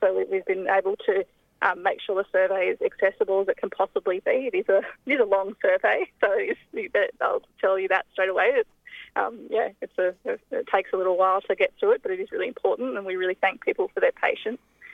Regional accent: Tasmania, Australia; So I grew up in La Truita, Tasmania, in the south, in Hobart, in a country area out of the south of Hobart.

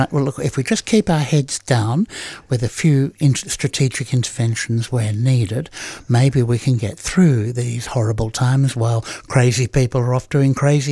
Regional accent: England, United Kingdom; it was a famous victory, and we should celebrate it as English folk

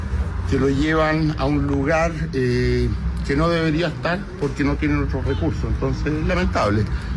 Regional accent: Puerto Montt, Los Lagos, Chile; Mire, el que, como dicen en mi tierra, en Puerto Montt, el que le quede bueno el poncho, que se lo ponga.

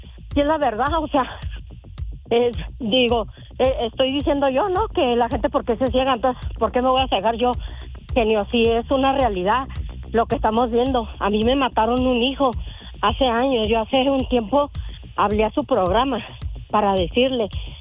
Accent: Gómez Palacio, Durango, Mexico; En Nayarit, pero nosotros somos de Gómez Palacio, Durango.

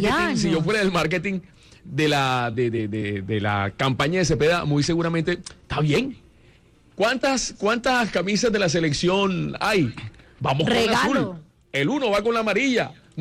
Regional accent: Caribbean coast, Colombia; Nosotros somos de la costa

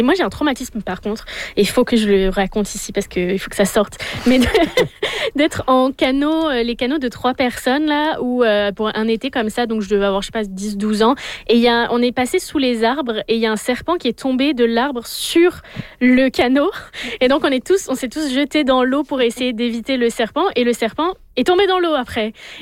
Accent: Southwest France, France; moved away; Moi c'est le sud-ouest de la France, donc c'est les châteaux, les grottes et les rivières.

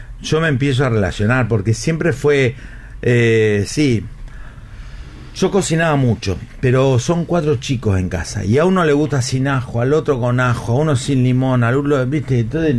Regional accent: Italy; Yo soy italiano.

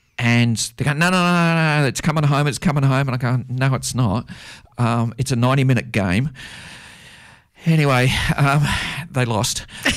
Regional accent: Australia; that's what it's like being an Australian following the Socceroos.

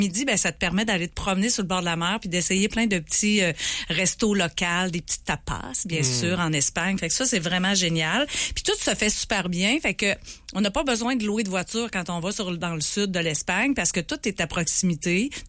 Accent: Quebec, Canada; Fait que quand ils entendent notre accent, oh mon Dieu, les Québécois!

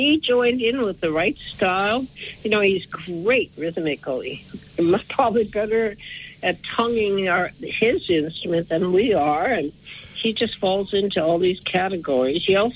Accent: North Dakota, United States; I'm from North Dakota, and I had no idea of this area until last year.

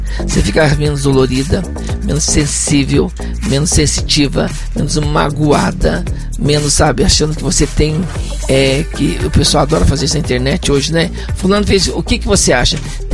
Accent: Poços de Caldas, Minas Gerais, Brazil; moved away as an adult; also born or lived in São Paulo; Eu fui criado em Posto de Caldas dos 8 anos em diante.

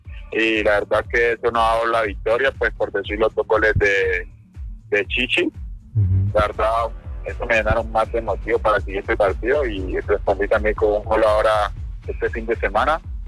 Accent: Tumaco, Nariño, Colombia; moved away; soy de Tumaco, Nariño, de una área de Nariño, pues. Soy de un pueblo que se llama Candelilla Río Mira, ahí crezco. Ahí me desarrollo, a los 5 años empiezo a jugar al fútbol.

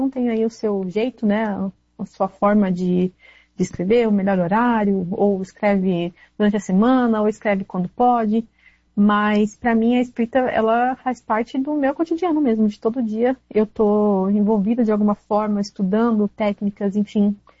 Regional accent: South Region, Brazil; now in North Brazil; Eu sou do Sul. Aí nesse tempo eu mudei pro Norte

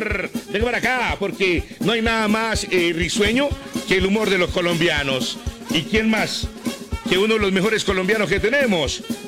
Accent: Colombia; Solamente nos pertenece a nosotros, los que somos colombianos, los que trabajamos, los que laburamos día a día

